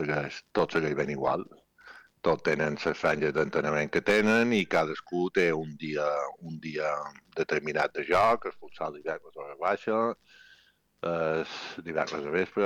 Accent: Balearic Islands, Spain; Jo som mallorquí

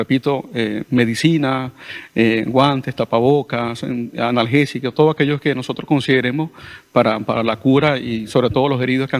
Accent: Venezuela; now in Balearic Islands, Spain; yo soy venezolano y me duele mi país y evidentemente las imágenes son bastante trágicas.

